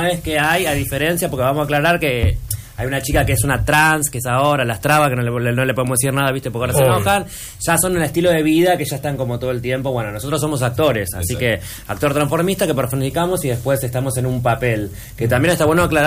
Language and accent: Spanish; Buenos Aires, Argentina; nosotros somos de Buenos Aires, somos como más avasallante